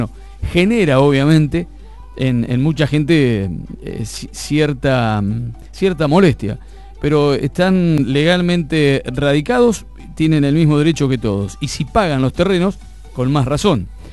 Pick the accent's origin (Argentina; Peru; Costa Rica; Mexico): Argentina; Tenemos también como argentinos hacer valer nuestros derechos en este lugar.